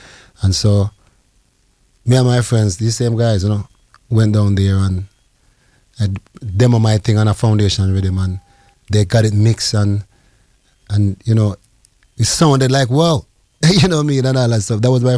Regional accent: Jamaica; moved away; Because when I came from Jamaica, I left and went straight into the ghetto. Where we were, six of us were in a two-bedroom apartment.

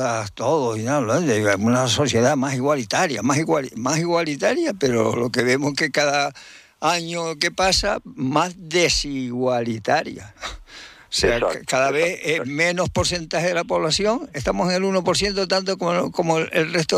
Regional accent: Lanzarote, Canary Islands, Spain; born there; yo nací en Lanzarote

